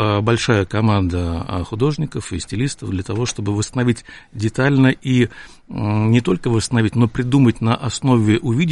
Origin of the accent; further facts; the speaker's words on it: Saint Petersburg, Russia; я сам ленинградец, петербуржец.